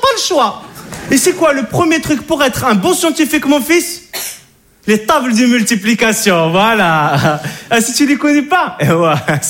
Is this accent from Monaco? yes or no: yes; Monte Carlo, Monaco; je suis de Monaco, Monte Carlo. Voilà, le rocher, le prince, les princesses, hein, le Grand Prix de Monaco, les Arabes. Non, je suis l'Arabe de Monaco.